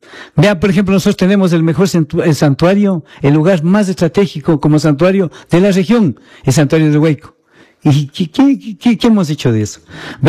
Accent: San José de Chimbo, Bolívar, Ecuador; San José de Chimbo a mí no me vio nacer, ¿no? Pero me vio crecer. Y quiero demasiado a Chimbo. Es mi pueblo lindo. Es mi rincón bendito, ¿no? Que donde yo estoy me siento orgullosísimo de haber crecido en Chimbo.

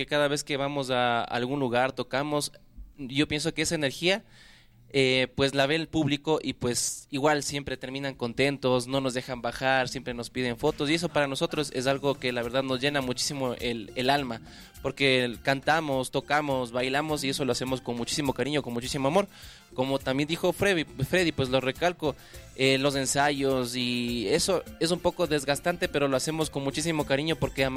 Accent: Quito, Pichincha, Ecuador; Sí, yo soy de aquí de Quito

